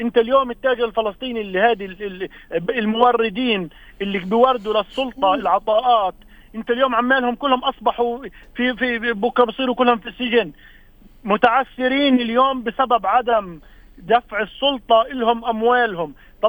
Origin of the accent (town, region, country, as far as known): Palestine